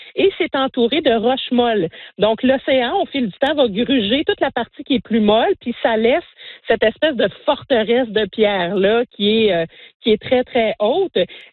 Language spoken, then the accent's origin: French; the Maritimes, Canada; chez nous, dans le Maritime